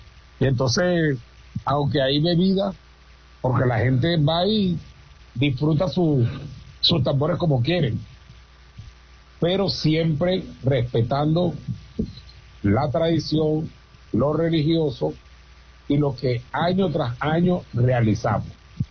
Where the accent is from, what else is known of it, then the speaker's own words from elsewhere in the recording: Patanemo, Carabobo, Venezuela; yo soy de Patanemo, oriundo de allá. Pero mi familia es de apellido … Y ya después, le digo antes, de allá vienen mis raíces